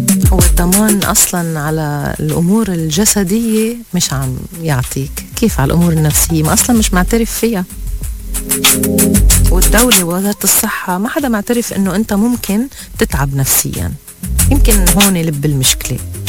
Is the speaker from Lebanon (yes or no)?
yes; Lebanon; نحنا إذا كلبنانية